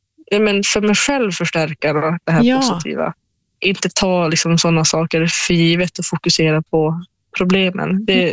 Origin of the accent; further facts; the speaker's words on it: Norrland, Sweden; Ja, men i och med att jag är från Norrland så är det väl snön som lockar mest, tror jag.